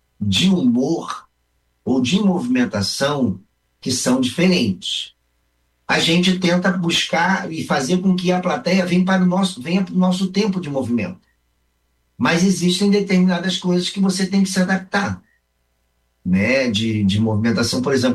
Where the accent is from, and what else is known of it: Rio de Janeiro, Brazil; born or raised there; also born or lived in Alegrete